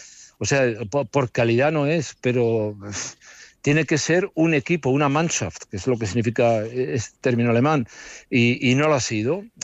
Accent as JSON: {"language": "Spanish", "country": "Spain", "said": "Y yo soy español y alemán, ¿eh?"}